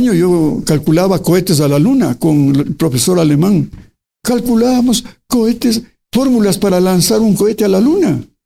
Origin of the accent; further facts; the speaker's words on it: Colombia; moved away; Ya vine de Colombia con esas agallas de ser rico.